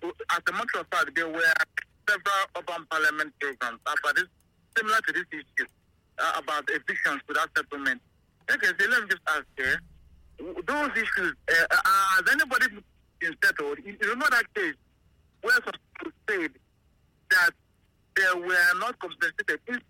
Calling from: Enugu, Enugu State, Nigeria; I'm calling from Enugu.

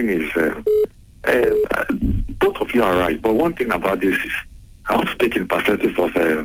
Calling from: Nigeria; I'm calling from Okola.

